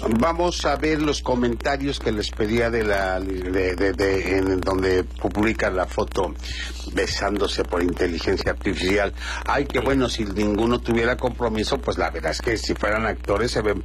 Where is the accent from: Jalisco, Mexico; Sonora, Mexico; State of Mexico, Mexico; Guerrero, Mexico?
Guerrero, Mexico; porque soy guerrerense